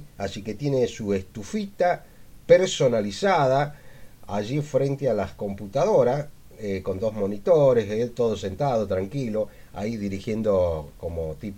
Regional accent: Argentina; Sí, soy argentino, pero no tomo mate.

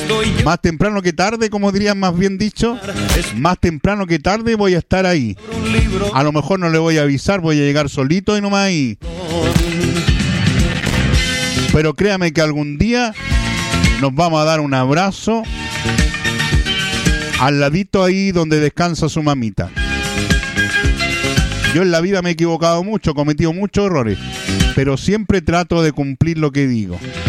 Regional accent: Casablanca, Valparaíso, Chile; Yo soy de Guasa Blanca.

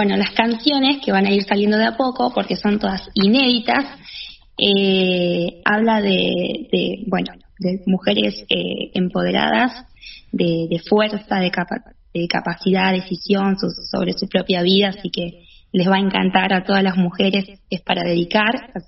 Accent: Lehmann, Santa Fe, Argentina; tengo 31 años, soy de Lehmann, Santa Fe, Argentina

